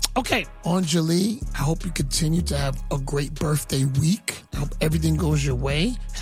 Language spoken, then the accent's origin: English; New York City, New York, United States; also born or lived in Yonkers; now in Ardsley, United States; I'm from the Bronx. I stay in Westchester now. Shout to Ardsley. I used to stay in Yonkers, but now I'm in Ardsley.